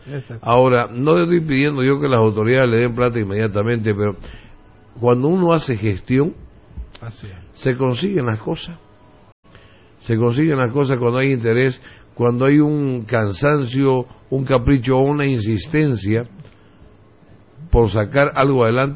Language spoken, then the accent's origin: Spanish; Santa Cruz, Bolivia; mi pueblo Santa Cruz.